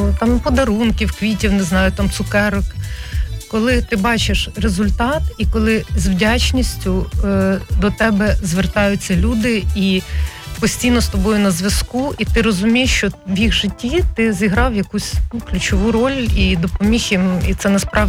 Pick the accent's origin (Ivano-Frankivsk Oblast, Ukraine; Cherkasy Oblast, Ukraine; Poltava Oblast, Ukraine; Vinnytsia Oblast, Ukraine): Vinnytsia Oblast, Ukraine; Vinnytsia; Це, я казала, рідні будівлі і вулиці. І це місце, де ти народився і виріс, і тому, як би доля не склалася, Вінницю завжди буде тягнути, і вона буде викликати позитивні емоції, тому що це найкраще місто на землі.